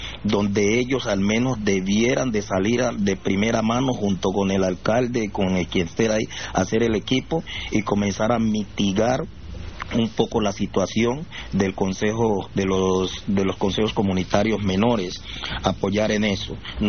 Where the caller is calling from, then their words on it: Chocó, Colombia; en mi pueblo